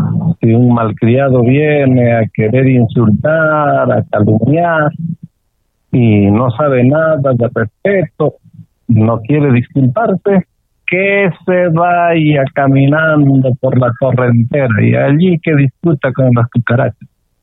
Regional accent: Arequipa, Peru

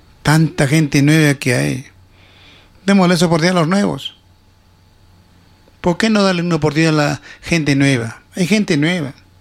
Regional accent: Chupaca, Junín, Peru; fuera de mi tierra. Chupaca

